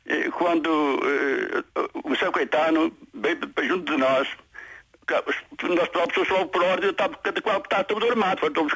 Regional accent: Vila das Aves, Porto, Portugal; also born or lived in Lisbon; now in Maia, Portugal; Eu sou natural da Vila das Aves do Tirso.

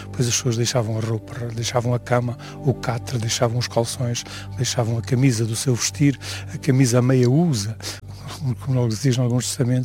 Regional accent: Picote, Norte, Portugal; costumo dizer sempre Picute, porque é isso, digamos que é a primeira palavra que me vem à mente quando me dizem, de onde é que és? Sou de Picute, sou de aqui. Portanto, Picote é um aportuguesamento, digamos, da palavra.

